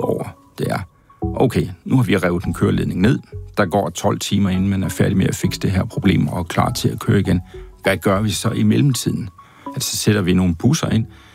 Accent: Jutland, Denmark; ude på den jyske hed, i øvrigt der, hvor jeg kommer fra

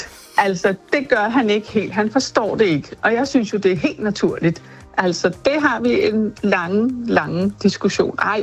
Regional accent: Rødovre, Capital Region of Denmark, Denmark; born there; jeg er virkelig fra København. Og jeg er simpelthen født i Rødovre Centeret

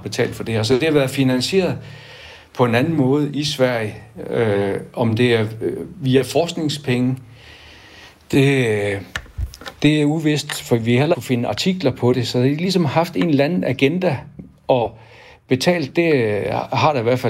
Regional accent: Thy, North Denmark Region, Denmark; Jeg er opvokset i Thy og har været rigtig glad for det. Jeg har haft verdens bedste forældre deroppe, så jeg mener, jeg er mere produkt af det miljø, jeg er vokset op

